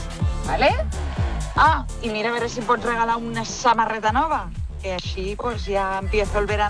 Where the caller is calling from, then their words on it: Sabadell, Catalonia, Spain; de Sabadell.